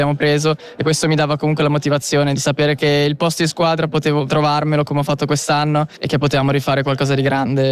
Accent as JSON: {"language": "Italian", "region": "Ticino", "country": "Switzerland", "said": "Per me è un orgoglio essere squadra come ticinese"}